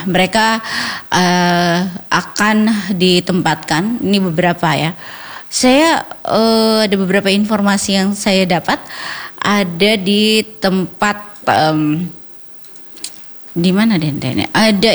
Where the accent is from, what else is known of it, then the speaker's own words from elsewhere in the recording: South Sulawesi, Indonesia; yang pasti kita ini sebagai orang Bugis atau masyarakat Bugis mengharap bahwa penghasilan itu bisa didapatkan di tempat berrezeki lainnya